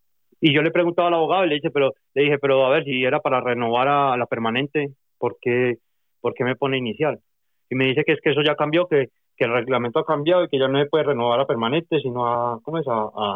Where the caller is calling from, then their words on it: Madrid, Community of Madrid, Spain; de Madrid.